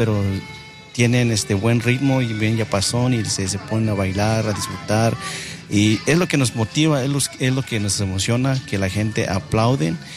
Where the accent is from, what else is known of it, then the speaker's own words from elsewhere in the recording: San Juan Mixtepec, Oaxaca, Mexico; saludos para toda la gente allá en Oaxaca, Tlaxiaco, San Juan Mixtepec, y pues ya saben, nosotros somos los hijos de San Juan Mixtepec.